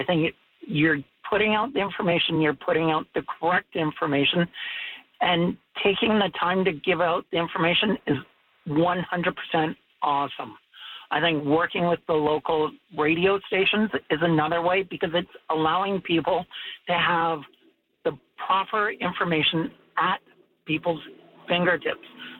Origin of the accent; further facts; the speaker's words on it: Salmon Arm, British Columbia, Canada; I grew up here in Salmon Arm, and I remember the 1998 fire vividly.